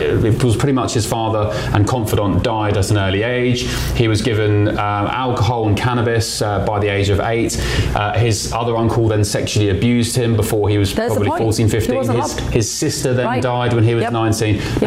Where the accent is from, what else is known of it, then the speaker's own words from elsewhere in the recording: United Kingdom; moved away as an adult; now in Washington, D.C., United States; as a Brit here living in DC since September